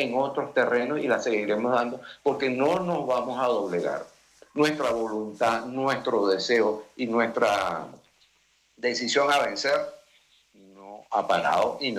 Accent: Venezuela; el pueblo venezolano, el pueblo soberano, el pueblo, los hijos de Guaycaipuro, de Bolívar y de Chávez, vamos a sacar esta patria adelante.

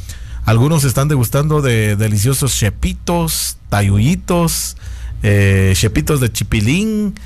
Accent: Guatemala

